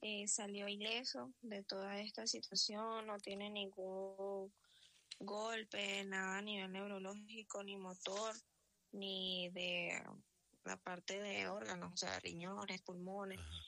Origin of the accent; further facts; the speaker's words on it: Caracas, Capital District, Venezuela; Yo soy de Caracas, nací en la clínica Loira.